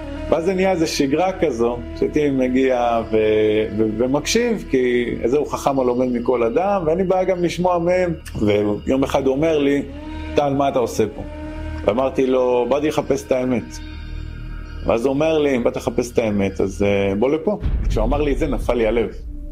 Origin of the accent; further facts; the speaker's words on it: Givat Ze'ev, Judea and Samaria Area, Israel; בן 41, גדלתי רוב השנים בגבעת זאב, בית שהוא לא דתי.